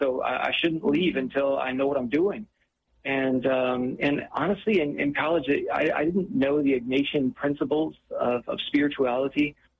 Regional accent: United States; also born or lived in Chile; being an American playing soccer here in the United States

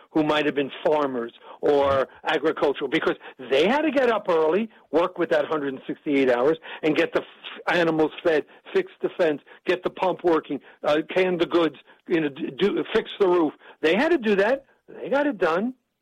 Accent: New York, United States; I talk fast. I'm from New York, so I can do this.

